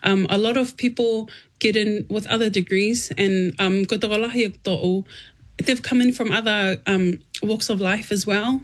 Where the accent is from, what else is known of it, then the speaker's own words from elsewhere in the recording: New Zealand; even though we grew up in New Zealand